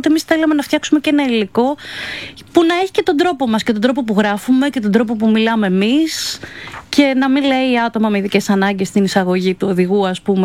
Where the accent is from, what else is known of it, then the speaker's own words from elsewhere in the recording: Glyfada, Attica, Greece; also born or lived in Faliro / Alimos; Μεγάλωσα κυρίως στα νότια προάστια γενικά. Γεννήθηκα στο Φάλιρο, μετά βρέθηκα για λίγο στον Άλυμο, μετά κατέληξα στην Κλειφάδα για καμιά 25 χρόνια. Είμαι των νοτίων γενικά παιδί.